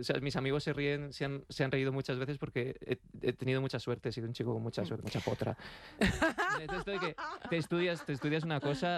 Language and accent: Spanish; Alcalá de Henares, Community of Madrid, Spain; yo soy de Alcalá de Henares, nacido